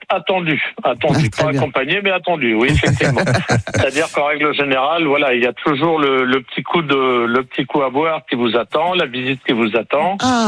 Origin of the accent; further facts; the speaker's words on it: Normandy, France; On est normand, nous.